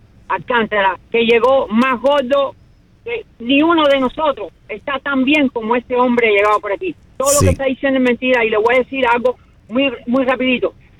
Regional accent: San Antonio de los Baños, Artemisa, Cuba; moved away; Y yo soy …, promotora del 11 de julio de San Antonio de los Baños. Me crié ahí y soy de San Antonio de los Baños.

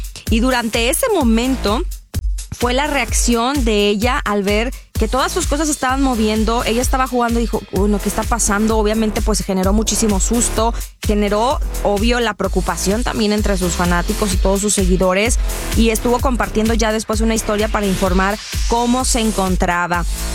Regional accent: Mexico; como mexicanos también demostramos de lo que estamos hechos

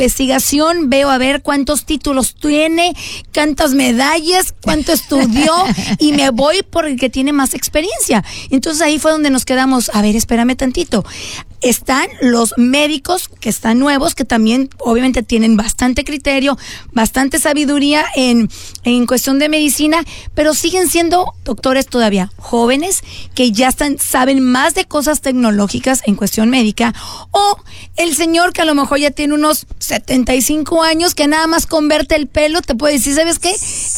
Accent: Guanajuato, Mexico; moved away; me acuerdo de mi mamá que decía que el doctor que me veía de chiquita allá en Guanajuato

